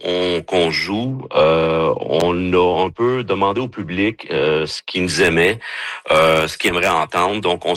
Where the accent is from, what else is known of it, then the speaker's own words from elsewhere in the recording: Shawinigan, Quebec, Canada; now in Alberta, Canada; Moi, je viens de Shawinigan